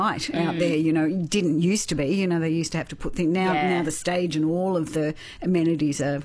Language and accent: English; New South Wales, Australia; Now, back in my hometown, it is a big weekend. I always know that, you know, the long weekend for New South Wales means Denny Ute Muster.